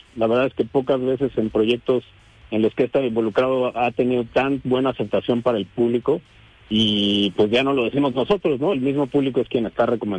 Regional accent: Mexico

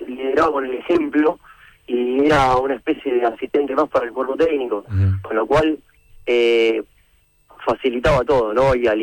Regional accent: Argentina; No, nosotros entendemos que, a ver, somos Argentina. El argentino por naturaleza es muy exitista, es una realidad.

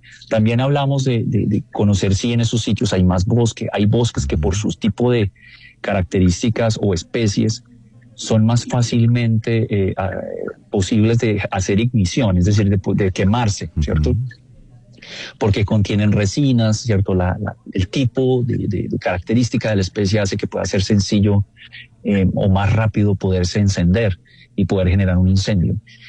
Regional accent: Colombia; Créanme que como colombianos deberíamos sentirnos orgullosos que en los últimos 10 años

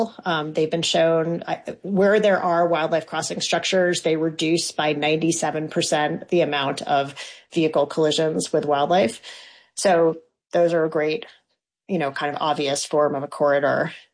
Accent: East Coast, United States; now in Colorado, United States; So I'm originally from the East Coast, although I've lived in Colorado for 20 something years.

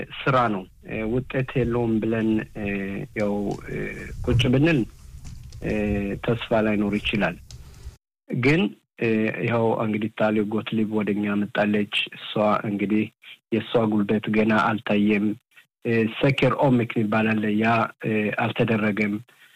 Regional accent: Gush Katif, Gaza Strip, Palestine; እኔ ያደግኩት ከጉሽ ካቲፍ

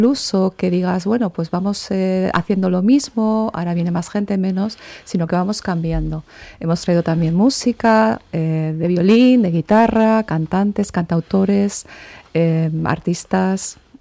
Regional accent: Nájera, La Rioja, Spain; yo soy de Nájera

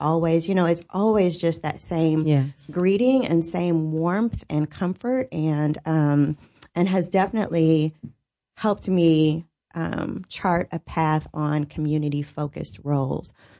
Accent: Indianapolis, Indiana, United States; I was born and raised here in Indianapolis and been here my whole life, literally my whole life. Went to college here, got my bachelor's here, my master's here. So never moved away. So I claim Indianapolis through and through

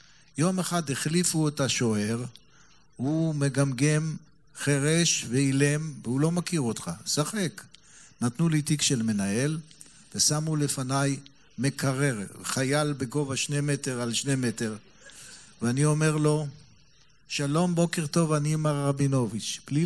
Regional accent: Haifa, Haifa District, Israel; ואני בתור חיפאי, יום אחד אני פוגש את גדי ציגלמן

